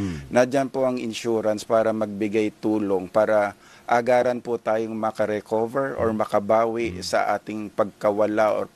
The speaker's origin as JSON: {"language": "Tagalog", "region": "Ilocos Region", "country": "Philippines", "said": "Ilocano po ako, sir."}